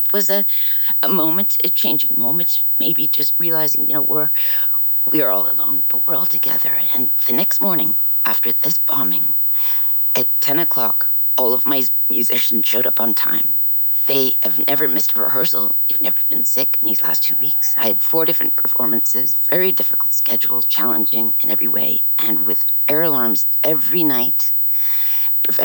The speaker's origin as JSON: {"language": "English", "country": "Canada", "tie": "born or raised there"}